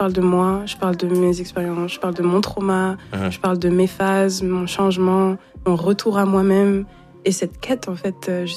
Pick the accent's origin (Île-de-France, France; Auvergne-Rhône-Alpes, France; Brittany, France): Brittany, France; En fait, quand j'étais petite, j'ai grandi en Bretagne.